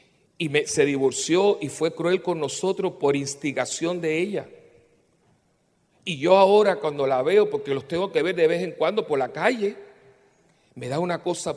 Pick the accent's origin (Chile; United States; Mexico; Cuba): Cuba; born there; moved away; yo nací en Cuba